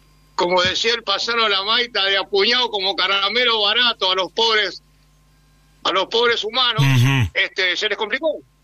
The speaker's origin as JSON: {"language": "Spanish", "town": "General Belgrano", "region": "Buenos Aires Province", "country": "Argentina", "said": "de los Pagos de Belgrano."}